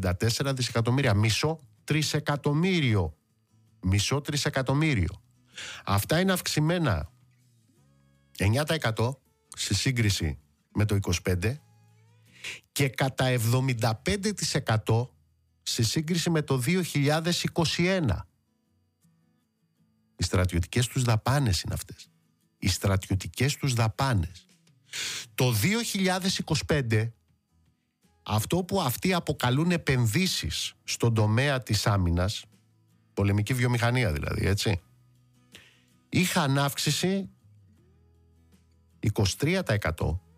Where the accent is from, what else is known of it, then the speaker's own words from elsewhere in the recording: Greece; εμείς ως Έλληνες, ως Ελλάδα